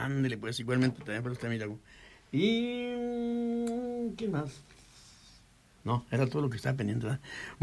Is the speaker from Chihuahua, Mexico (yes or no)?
yes; Chihuahua, Mexico; Mi tierra, Chihuahua, con primavera